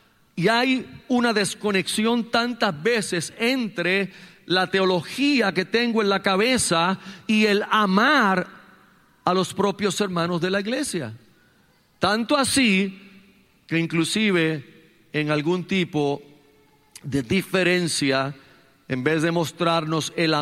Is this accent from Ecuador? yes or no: no; Carolina, Puerto Rico; cuando yo me crié en Carolina, pues yo no sé, los perros eran como parte de todo el panorama